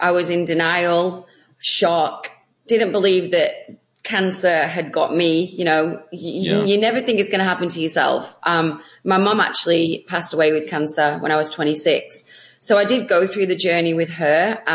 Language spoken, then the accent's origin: English; England, United Kingdom; now in Australia; So I am actually originally from England, but I do live in Australia.